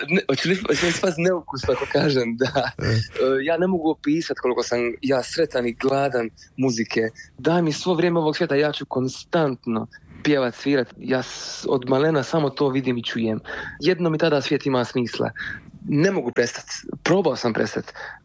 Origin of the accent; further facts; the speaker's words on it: Dubrovnik, Dubrovnik-Neretva County, Croatia; mi smo iz Gruža, to je naselje u Dubrovniku.